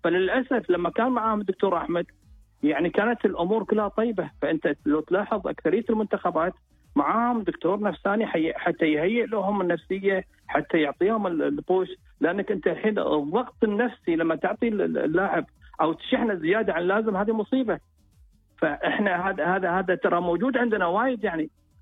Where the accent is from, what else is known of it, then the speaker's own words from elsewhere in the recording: Oman; عندنا في عمان هنا